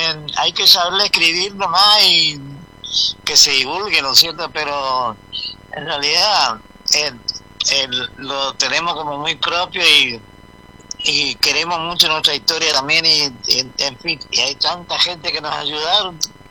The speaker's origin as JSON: {"language": "Spanish", "town": "Empedrado", "region": "Corrientes", "country": "Argentina", "said": "No, yo soy de Empedrado, ahí cerquita nomás"}